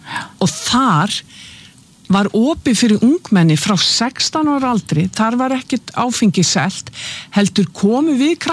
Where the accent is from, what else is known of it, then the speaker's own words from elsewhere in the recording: Keflavík, Southern Peninsula, Iceland; Ég fætt 1961 þannig að þegar ég að alast upp og sem unglingur og þegar við vorum krakkar ég fætt og uppalinn í Keflavík í Bíklabænum